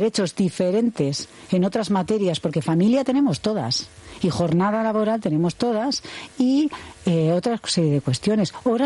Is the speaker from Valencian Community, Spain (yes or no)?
no; Basque Country, Spain